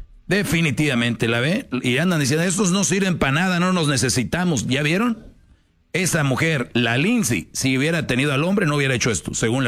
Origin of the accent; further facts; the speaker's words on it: Spain; yo soy español.